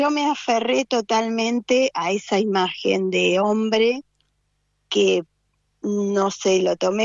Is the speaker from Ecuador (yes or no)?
no; La Plata, Buenos Aires Province, Argentina; nací en la ciudad de La Plata, estudié acá, hice todo en secundario